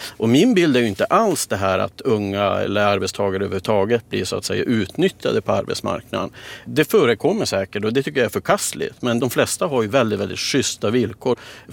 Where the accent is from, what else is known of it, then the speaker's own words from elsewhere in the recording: Kiruna, Norrbotten County, Sweden; Jag är ju född och uppvuxen i Kiruna.